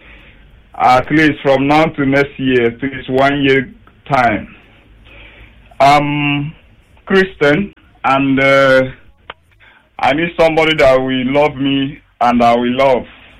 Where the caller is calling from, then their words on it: Lagos, Nigeria; I'm calling from Lagos State, Iyanowuru, precisely.